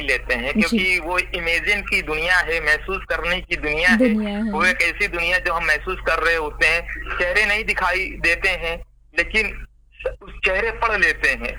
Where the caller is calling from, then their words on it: Lucknow, Uttar Pradesh, India; मैं लखनऊ से हूँ